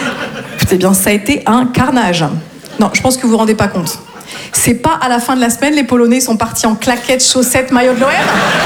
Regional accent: Grand Est, France; now in Marseille, France

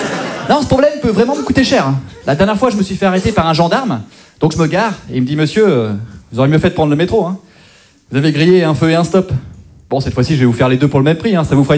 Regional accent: Brittany, France; je viens de Bretagne et je suis imitateur.

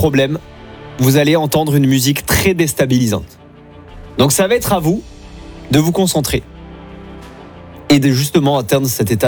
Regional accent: Mont-de-Marsan, Nouvelle-Aquitaine, France; moi je viens de Mont-de-Marsan.

